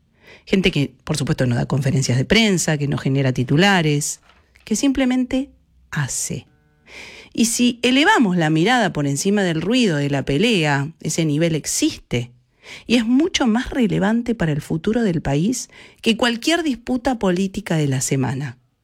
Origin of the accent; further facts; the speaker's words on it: Argentina; ¿Por qué no nos damos esa oportunidad como argentinos entonces?